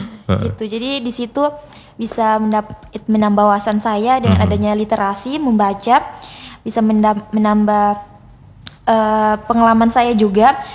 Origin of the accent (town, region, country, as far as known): Indonesia